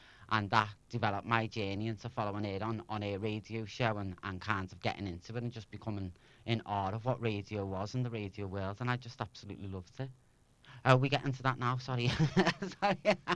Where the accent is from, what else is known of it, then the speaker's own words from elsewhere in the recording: Liverpool, North West England, United Kingdom; accent: Scouse; growing up on the Aldonian village.